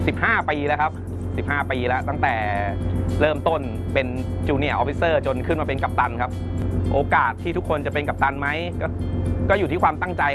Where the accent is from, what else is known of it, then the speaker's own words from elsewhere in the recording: Phitsanulok, Thailand; พื้นเพผมเนี่ยเป็นคนจังหวัดพิษณุโลกจบการศึกษามัธยมจากโรงเรียนพิษณุโลกคม